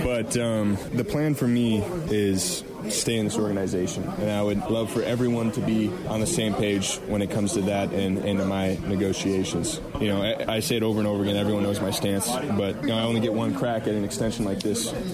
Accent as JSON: {"language": "English", "region": "South Dakota", "country": "United States", "said": "being from South Dakota. So, you know, I'll have a lot of loved ones there, a lot of people from my hometown community, just from the state of South Dakota in general."}